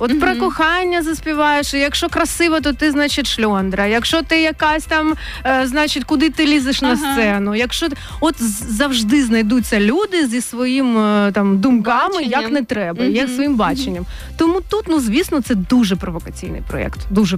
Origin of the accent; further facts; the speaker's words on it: Kyiv, Ukraine; Я корінна киянка. Причому я така киянка, що мій прадідусь був ректором училища Глієра.